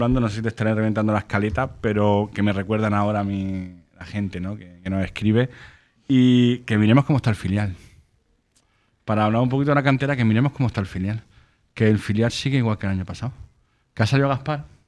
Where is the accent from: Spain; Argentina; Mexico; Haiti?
Spain; Catalonia; También mi cuenta de guía en catalán, que ya sabéis que soy catalán y estoy ahí intentando abrir nicho de mercado.